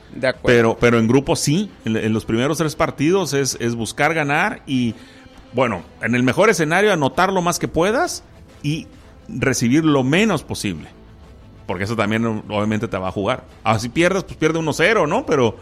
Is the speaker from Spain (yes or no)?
no; Mexico; así somos los mexicanos